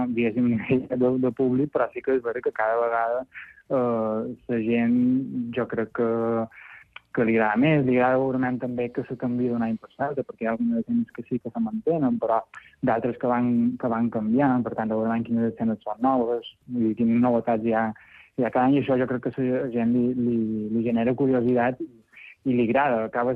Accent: Alcúdia, Balearic Islands, Spain; Sí, ja som d'Alcúdia, sí.

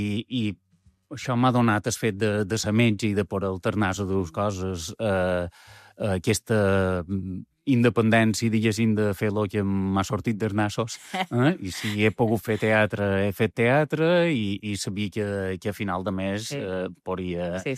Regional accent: Manacor, Balearic Islands, Spain; jo som de Manacor

